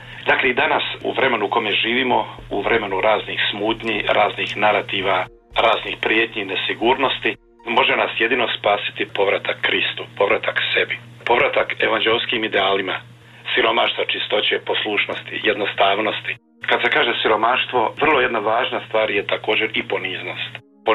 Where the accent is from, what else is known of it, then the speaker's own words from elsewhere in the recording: Jajce, Federation of Bosnia and Herzegovina, Bosnia & Herzegovina; Ja sam došao ovdje u moj rodni grad Jajce i bio sam tada četvrta godina studija teološkoga i ovdje sam se nastanio u župi Podmilače